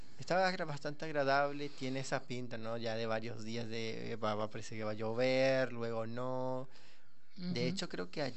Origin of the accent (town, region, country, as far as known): Paraguay